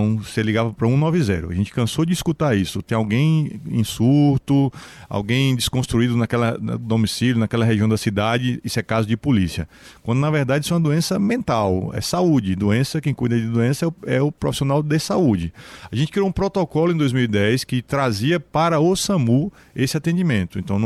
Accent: Bahia, Brazil; now in Recife, Brazil; eu sou baiano, tá? Então eu não sou pernambucano.

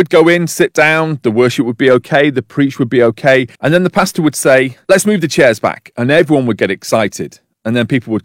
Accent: Manchester, North West England, United Kingdom; born there; also born or lived in Shropshire; I was brought up going to church, but my main experience of the Holy Spirit that I remember was when I was age 10, when we moved from Shropshire to Manchester.

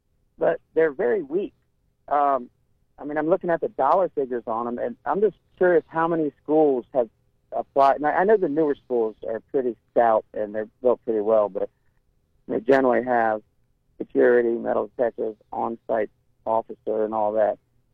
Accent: Virginia, United States; I mean, I grew up in Virginia. I used to go to Norfolk State.

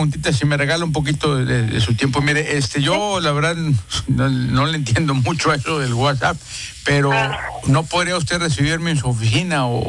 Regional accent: San Nicolás de los Garza, Nuevo León, Mexico; Bueno, yo soy de San Nicolás, mi hija es de Apodaca, ¿verdad?

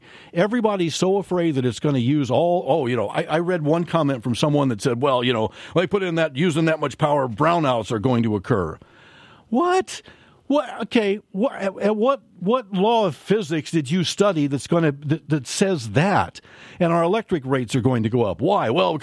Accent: Clinton, Illinois, United States; Meta, in my hometown of Clinton, has approached Exelon, that owns the nuclear generating plant at Clinton Lake

